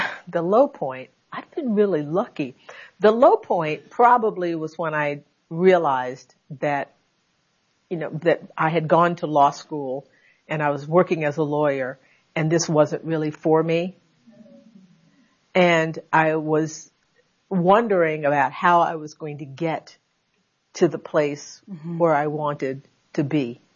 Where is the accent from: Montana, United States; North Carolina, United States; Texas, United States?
Texas, United States; Conroe; In Conroe, Texas.